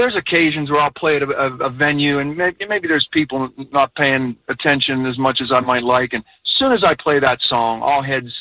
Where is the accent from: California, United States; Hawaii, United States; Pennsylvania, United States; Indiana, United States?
Pennsylvania, United States; Connellsville; my hometown of Connellsville, Pennsylvania